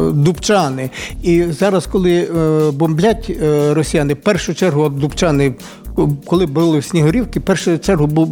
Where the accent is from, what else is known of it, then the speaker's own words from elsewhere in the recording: Berezivka district, Odesa Oblast, Ukraine; also born or lived in Ustianova; Представляєте, якщо б всіх переселили в мій рідний Березівський район?